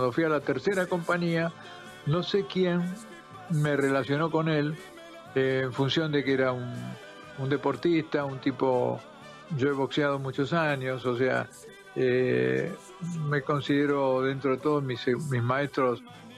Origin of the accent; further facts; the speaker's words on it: Argentina; yo, como buen argentino desconfiado, canté un tema